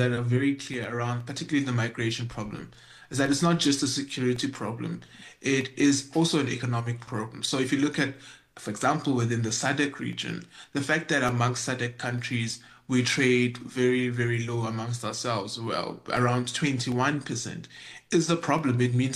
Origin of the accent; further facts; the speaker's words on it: South Africa; We also have, as South African citizens, very valid concerns around how migration continues to impact a number of flashpoints within our society.